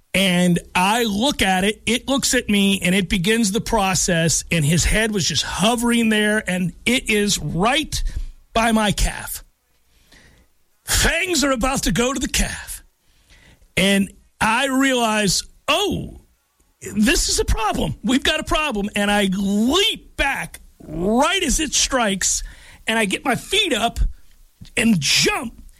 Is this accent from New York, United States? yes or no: no; St. Petersburg, Florida, United States; My brother and I were at the end of our street where we grew up in St. Pete, was right on the water.